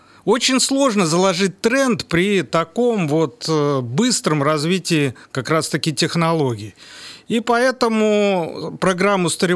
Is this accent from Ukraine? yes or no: no; Bryansk, Bryansk Oblast, Russia; Я коренной брянец, родился в городе Брянске, вырос. Соответственно, окончил наш Брянский технический университет